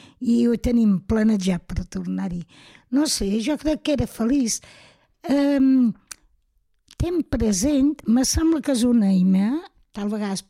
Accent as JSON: {"language": "Catalan", "town": "Ferreries", "region": "Balearic Islands", "country": "Spain", "tie": "born or raised there", "said": "Jo vaig néixer a Ferreries, tot i que nosaltres, bueno, mon pare i ma mare, estaven a un lloc que es deia una foradada, o es diu una foradada, anant cap a migjorn."}